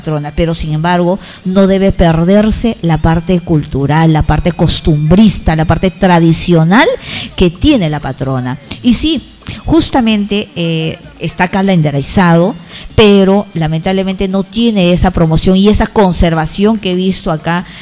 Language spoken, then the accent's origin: Spanish; Sisa, San Martín, Peru; yo crecí acá en Sisa